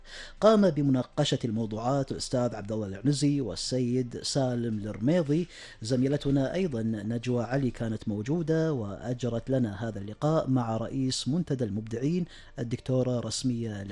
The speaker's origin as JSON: {"language": "Arabic", "country": "Kuwait", "said": "إحنا كمجتمع كويتي"}